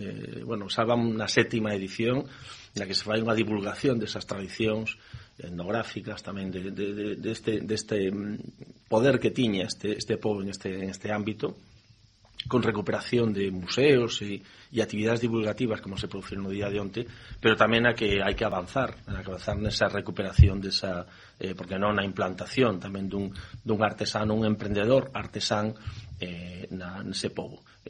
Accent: Ourense, Galicia, Spain; Eu son de Ourense

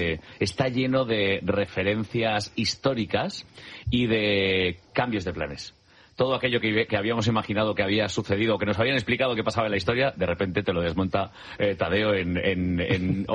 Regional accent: Castellón, Valencian Community, Spain; como decimos en mi tierra, en Castellón

